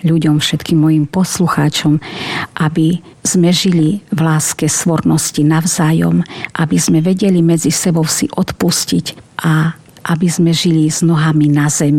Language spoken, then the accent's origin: Slovak; Krásna Lúka, Prešov Region, Slovakia; A u nás v Krásnej Luke v lete máme krásnu prírodu a tam sa rada prechádzam.